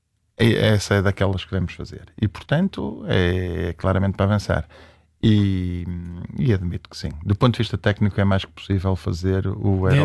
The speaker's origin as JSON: {"language": "Portuguese", "region": "Braga", "country": "Portugal", "said": "E apostei nesta década, precisamente, porque eu sou de Braga e o elevador."}